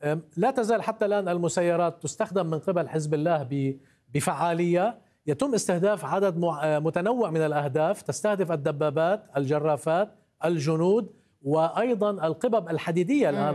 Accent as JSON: {"language": "Arabic", "town": "Roumine", "region": "Nabatieh Governorate", "country": "Lebanon", "said": "في قريتي تحديدا، واسمها رومين وهي قضاء النبطية."}